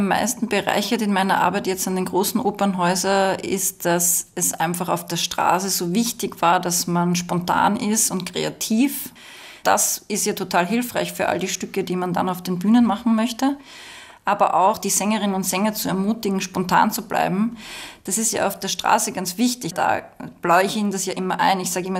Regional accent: Waidhofen an der Ybbs, Lower Austria, Austria; Also ich bin ja aufgewachsen eben in Waidhofen an der Ybbs im Mostviertel

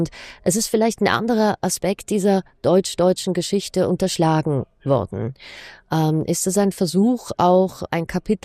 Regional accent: Austria; Ich bin Österreicherin

